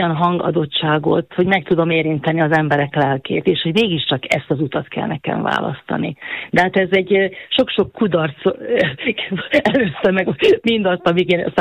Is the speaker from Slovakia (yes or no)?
yes; Lučenec, Banská Bystrica Region, Slovakia; Ja, igen, igen, hát Losoncon születtem, és valóban pincen éltem le életem legfontosabb gyermekéveit.